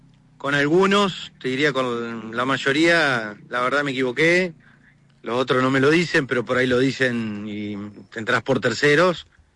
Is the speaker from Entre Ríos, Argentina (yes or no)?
yes; Gualeguaychú, Entre Ríos, Argentina; born there; Gualeguaychú, ciudad en la que me dio la vida, yo nací en Gualeguaychú.